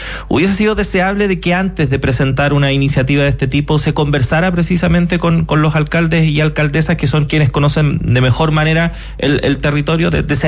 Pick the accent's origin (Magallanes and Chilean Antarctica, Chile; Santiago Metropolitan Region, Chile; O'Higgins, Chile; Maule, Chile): Santiago Metropolitan Region, Chile; Santiago; yo soy nacido y criado en la Villa La Reina, viví muchos años ahí